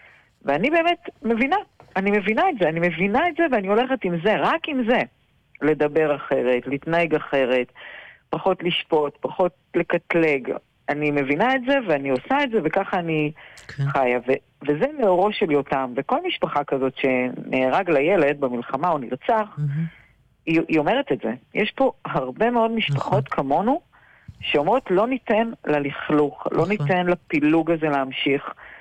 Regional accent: Southern District, Israel; אנחנו תושבי עוטף עזה, כן.

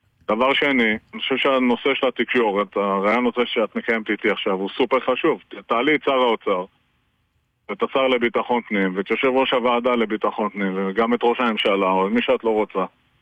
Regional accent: Metula, Northern District, Israel; אני גדלתי במטולה. אני בן למשפחה שחיה במטולה רק 130 שנה.

